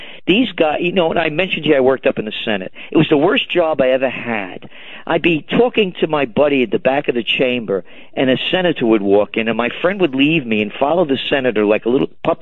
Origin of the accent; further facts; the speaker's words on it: New York City, New York, United States; Well, I'm a New Yorker too